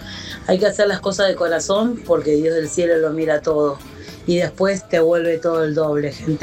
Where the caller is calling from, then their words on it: González Catán, Buenos Aires Province, Argentina; de González Catán.